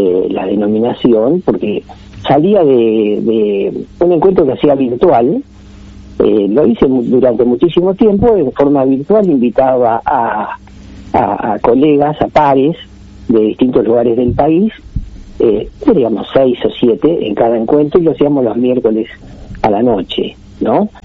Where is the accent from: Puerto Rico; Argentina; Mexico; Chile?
Argentina